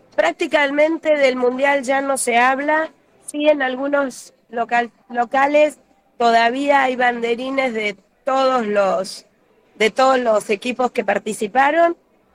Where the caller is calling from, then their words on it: Argentina; Pero no hay como Argentina, yo los extraño.